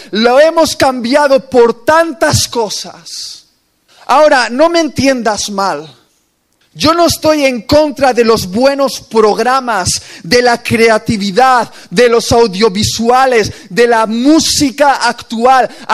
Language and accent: Spanish; Basque Country, Spain; Y yo le dije, orgulloso como buen vasco